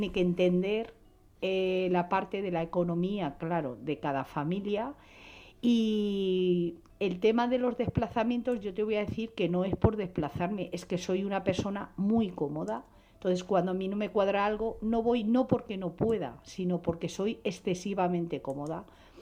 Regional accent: Sicily, Italy; Luego regresé a parte de mi tierra, que es Sicilia.

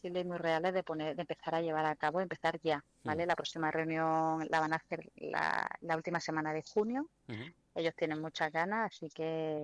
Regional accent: Granada, Andalusia, Spain; No, yo no soy de Sant Esteban, soy de Granada.

